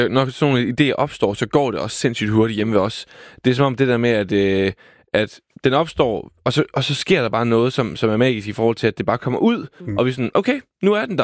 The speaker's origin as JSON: {"language": "Danish", "town": "Aarhus", "region": "Central Denmark Region", "country": "Denmark", "tie": "born or raised there", "said": "Jeg er selv født og opvokset i Aarhus"}